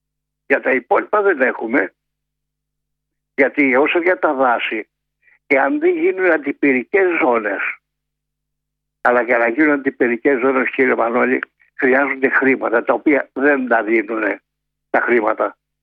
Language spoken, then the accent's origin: Greek; Greece; υπήρχαν στο δικό μου το χωριό, την Απογυσή. Στο χωριό μου υπήρχαν 5 τζοπάλιδες με 2.500 τατσίκια.